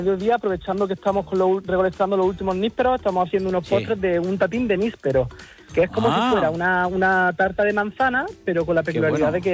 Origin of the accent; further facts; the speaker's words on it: Sayalonga, Andalusia, Spain; Sí, también soy nacido en Sayalonga, soy de aquí, soy sayalonguino.